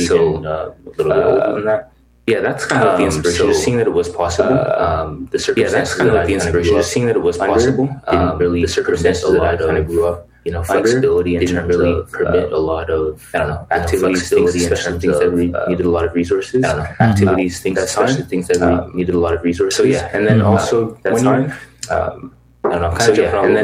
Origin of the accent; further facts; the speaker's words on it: Ajax, Ontario, Canada; area, and so that's where I'm from. I grew up